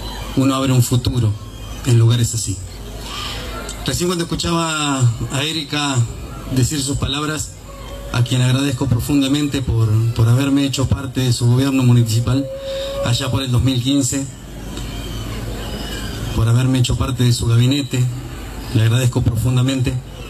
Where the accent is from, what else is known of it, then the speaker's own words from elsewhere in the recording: Buenos Aires Province, Argentina; now in General Arenales, Argentina; En realidad no, no soy nacido acá. Soy del conurbano.